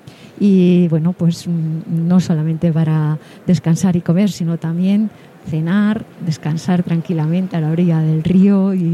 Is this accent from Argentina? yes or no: no; Salamanca, Castile and León, Spain